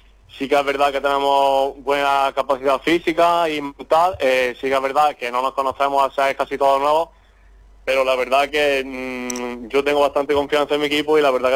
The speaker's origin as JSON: {"language": "Spanish", "town": "Mancha Real", "region": "Andalusia", "country": "Spain", "said": "soy el único de la Mancha"}